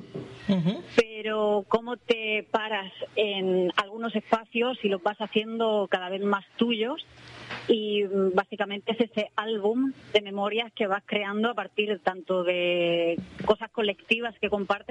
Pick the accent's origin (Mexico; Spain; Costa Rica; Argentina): Spain; Bullas, Region of Murcia; born there; moved away; Ya sabes que yo en el catering voy a servir vino de mi pueblo, no puede faltar.